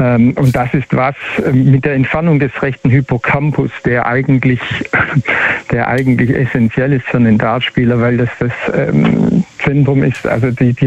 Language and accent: German; Baden-Württemberg, Germany; Als Schwabe, nein.